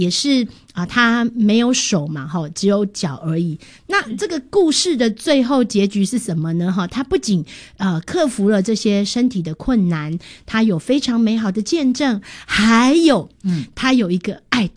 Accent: Taichung, Taiwan; 其实这些外国人他们在我们的家乡啊，这个台中县的东势镇、啊嗯、在这边现在称为台中市的东势区、

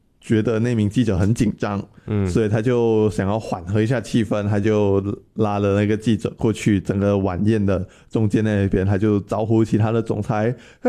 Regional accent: Guangdong, China; Chinese is a second language; 但我看到的时候我第一个想法就是，我们广东话就是讲摇钱逮塞妹

